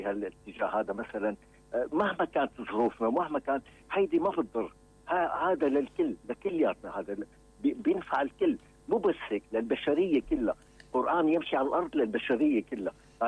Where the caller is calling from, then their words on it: Syrian coast, Syria; يعني أنا بتعرف من الساحل